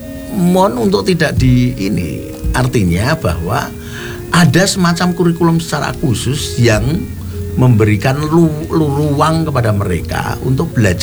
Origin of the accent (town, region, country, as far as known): Special Region of Yogyakarta, Indonesia